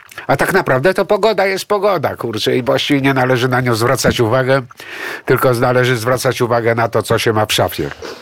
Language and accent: Polish; Greece; now in Poland; ja jestem Grekiem, ale jestem obywatelem polskim.